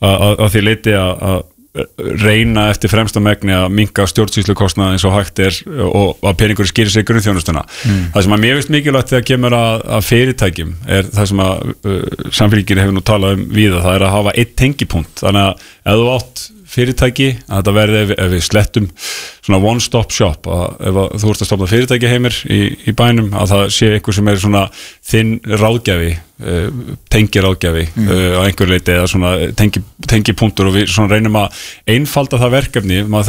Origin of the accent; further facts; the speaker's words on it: Álftanes, Capital Region, Iceland; ólst upp á Altanesi og við hefum búið þarna